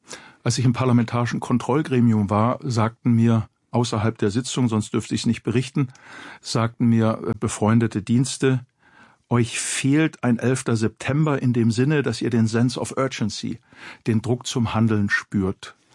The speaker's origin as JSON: {"language": "German", "country": "Germany", "said": "wir auch als Deutsche"}